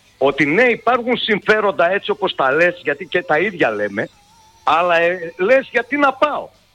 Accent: Greece; born there; γεννήθηκα στην Ελλάδα, ρε φίλε.

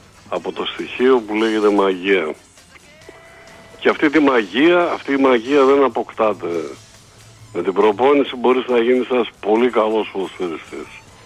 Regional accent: Greece

